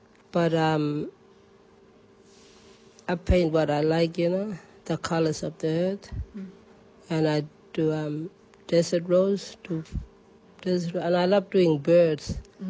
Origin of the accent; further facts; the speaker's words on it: Kalgoorlie, Western Australia, Australia; now in Tennant Creek, Australia; I'm from Kalgoorlie, but I've been living at Ely Kerang, working there as a school teacher, and now I'm here in Tennant Creek.